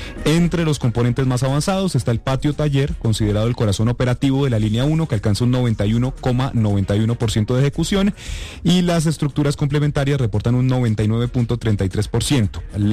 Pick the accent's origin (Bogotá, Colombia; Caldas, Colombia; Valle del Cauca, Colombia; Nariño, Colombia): Bogotá, Colombia; born or raised there